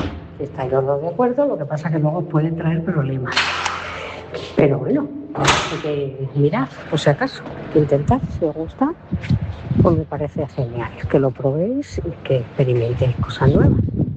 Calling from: Móstoles, Community of Madrid, Spain; de Móstoles.

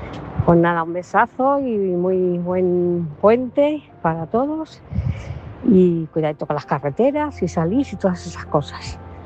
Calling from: Móstoles, Community of Madrid, Spain; de Móstoles.

